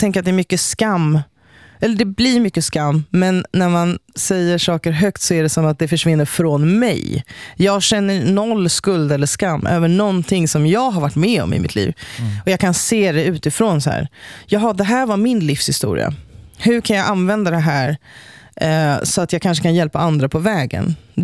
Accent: Sweden; born there; also born or lived in Colombia; min bakgrund är ju att jag är adopterad från Colombia och vad det innebär att, alltså det är ett ganska stort trauma att bli liksom att tas från sina rötter, från sitt liksom sitt språk, sin kultur, sin alltså där man liksom är född, till ett land som inte alls påminner om det. Jag har ju bott i Sverige då.

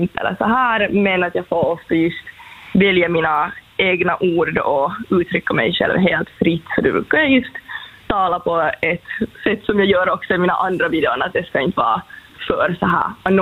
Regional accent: Finland; jag är liksom finlandssvenska, svenska är mitt modersmål, så sen kan jag använda till exempel ordet blush istället för rouge

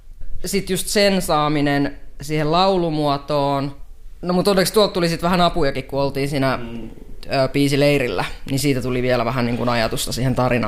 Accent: Parola, Tavastia Proper, Finland; now in Menkijärvi, Finland; Mä oon lähtöisin Parolasta, Kanta-Hämeestä.

